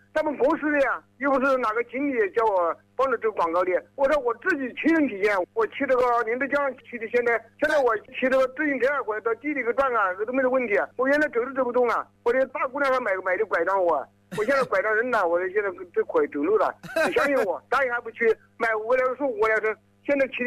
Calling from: Tianmen, Hubei, China; 我是田门市蒋湖农场博台村四周。

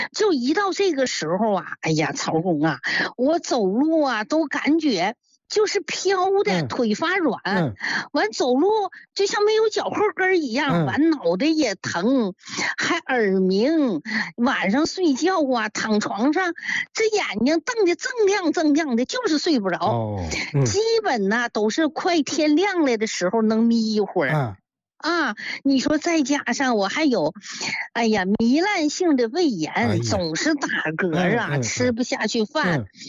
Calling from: Qiqihar, Heilongjiang, China; 我家是齐齐哈尔的。

